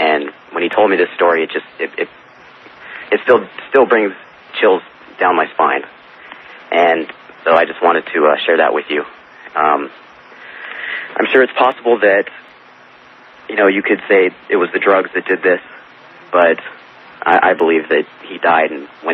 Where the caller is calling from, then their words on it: Devore, California, United States; in DeVore, California.